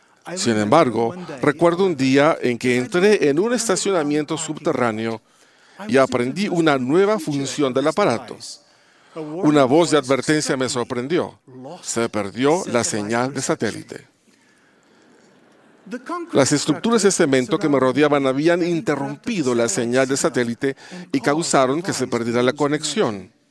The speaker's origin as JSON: {"language": "Spanish", "country": "Portugal", "tie": "born or raised there", "said": "En Portugal, mi país natal, por ejemplo, durante el período de descubrimientos del siglo XV"}